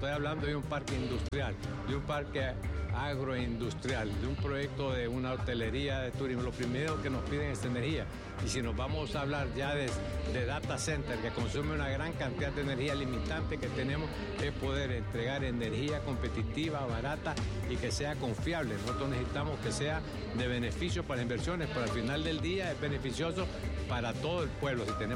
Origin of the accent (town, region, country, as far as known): Honduras